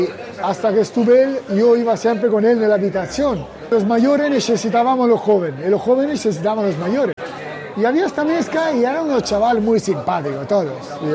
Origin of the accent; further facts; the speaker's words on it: Italy; Spanish is a second language; y mira que soy italiano, que creo que me he sentido más valenciano que muchos de aquí.